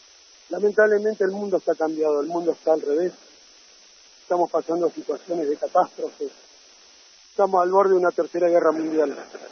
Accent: Argentina; born there; Nosotros somos totalmente argentinos, vamos a ser de por vida argentinos, porque nacimos en nuestra tierra, pero tenemos nuestra cultura

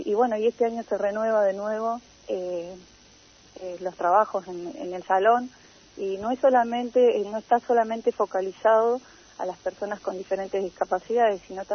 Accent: Darwin, Río Negro, Argentina; born there; Yo como ciudadana de Darwin soy casi criada en esta localidad y bueno, orgullosa de pertenecer a Darwin

